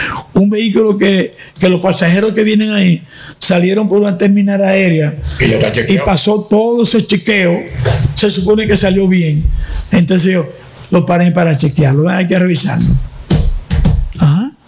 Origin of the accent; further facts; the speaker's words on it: Baní, Peravia, Dominican Republic; En específico a mi pueblo Baní.